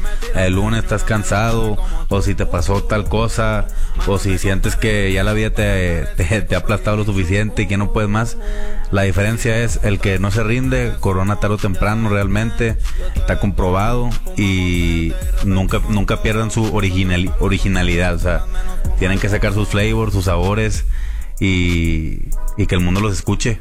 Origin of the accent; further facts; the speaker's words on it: Mexico; yo soy mexicano.